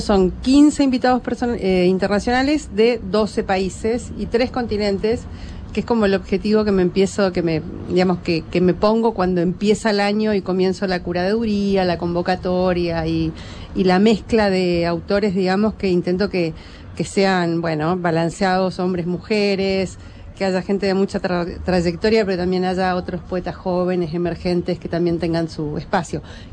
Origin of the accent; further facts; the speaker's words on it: Argentina; moved away as an adult; now in Uruguay; porque yo soy de Argentina a pesar de que vivo acá hace 10 años casi.